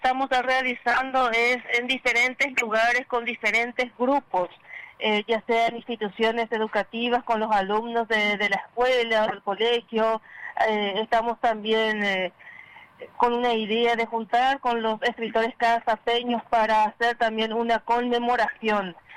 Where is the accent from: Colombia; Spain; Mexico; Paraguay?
Paraguay; Maciel, Caazapá; pasado y presente de Maciel. Es una breve reseña histórica de mi pueblo